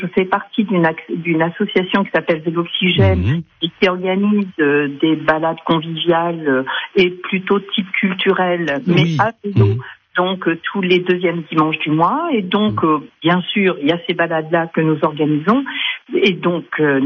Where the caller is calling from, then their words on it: Amiens, Hauts-de-France, France; J'habite sur Amiens